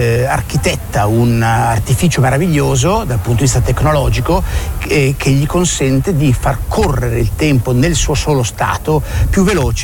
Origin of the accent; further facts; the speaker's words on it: Bergamo, Lombardy, Italy; Io sono un bergamasco puro sangue, adoro la mia città